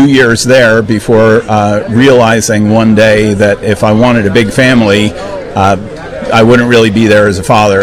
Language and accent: English; Boston, Massachusetts, United States; also born or lived in Vermont; So I was born in Boston, but our family farm was in Vermont.